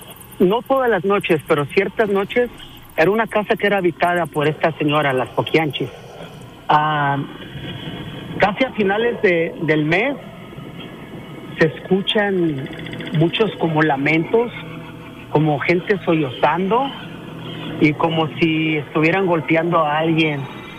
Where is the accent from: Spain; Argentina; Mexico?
Mexico; Lagos de Moreno, Jalisco; yo soy de Lagos de Moreno